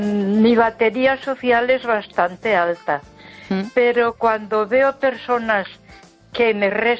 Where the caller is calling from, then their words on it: Ponferrada, Castile and León, Spain; de Ponferrada.